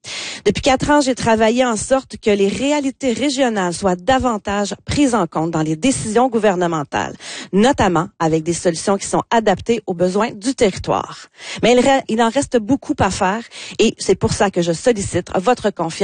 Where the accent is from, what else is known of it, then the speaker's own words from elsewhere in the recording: Rivière-du-Loup, Quebec, Canada; Je suis une fille de Rivière-du-Loup, je suis née à Rivière-du-Loup, j'ai grandi dans ma ville natale, j'y ai fait ma carrière et j'ai aussi fondé ma famille.